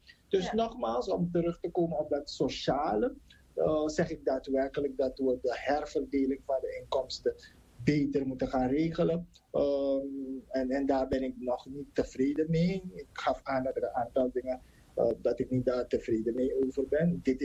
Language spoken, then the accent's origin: Dutch; Suriname; zoals we dat als Surinamers graag willen